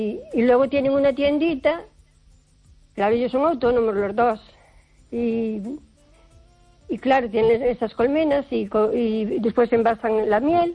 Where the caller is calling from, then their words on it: O Carballiño, Galicia, Spain; Buenas noches, Esther … de Carballiño.